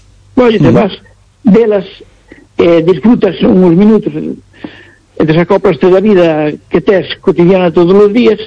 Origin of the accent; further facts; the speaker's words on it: Cedeira, Galicia, Spain; Eu son de Tasafor de Cedeira, sí.